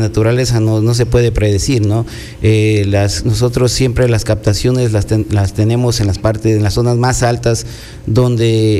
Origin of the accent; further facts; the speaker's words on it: Zamora, Zamora-Chinchipe, Ecuador; somos zamoranos, nos conocemos todos aquí.